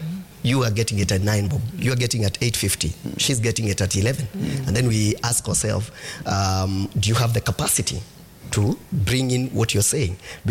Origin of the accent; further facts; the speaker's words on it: Kirinyaga County, Kenya; Kirinyaga, I come from Kangaita village.